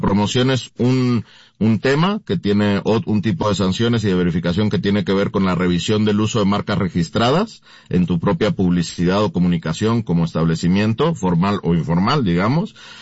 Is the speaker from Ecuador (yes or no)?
no; Mexico; pues como los mexicanos somos muy creativos